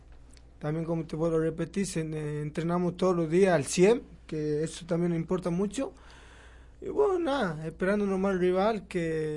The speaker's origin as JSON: {"language": "Spanish", "town": "San Cayetano", "region": "Buenos Aires Province", "country": "Argentina", "said": "No, yo soy de San Cayetano, nacido en Buenos Aires."}